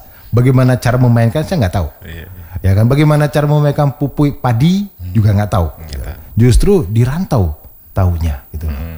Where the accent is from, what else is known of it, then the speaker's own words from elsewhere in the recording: Padang, West Sumatra, Indonesia; Tapi kalau yang kayak saya kan dari Padang nih, kota Padang, ketika tahu ada adat Minang itu dirantau itu kan, aduh, kayaknya gimana gitu lah.